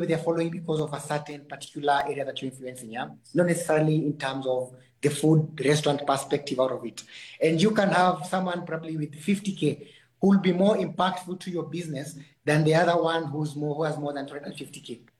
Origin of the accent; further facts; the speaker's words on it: Kenya; now in Botswana; I'm from Kenya. Definitely, I'm a Kenyan chef, but I'm currently based in Botswana.